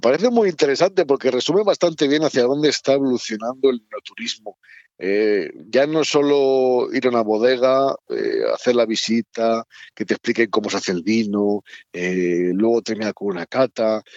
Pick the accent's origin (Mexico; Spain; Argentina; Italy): Spain; Toro, Castile and León; Ocurrirá también más o menos en mi pueblo, en Toro.